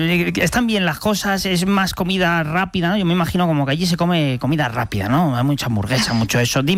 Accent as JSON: {"language": "Spanish", "town": "Tizneros", "region": "Castile and León", "country": "Spain"}